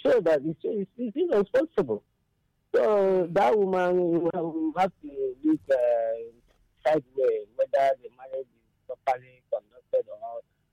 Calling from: Abakaliki, Ebonyi, Nigeria; from Abakaliki.

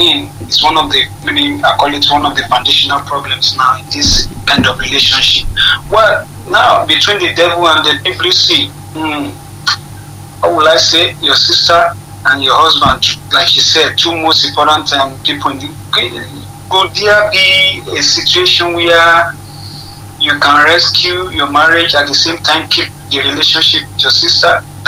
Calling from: Kitchener, Ontario, Canada; calling from Kitchener.

